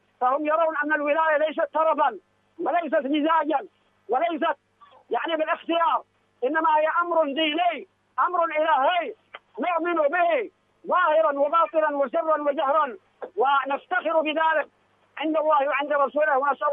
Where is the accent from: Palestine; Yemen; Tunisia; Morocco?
Yemen; أحدثك من بين الألوف المؤلفة في ساحة الغدير في ساحة محلة بني أسد عزلة حق مديرة المحابشة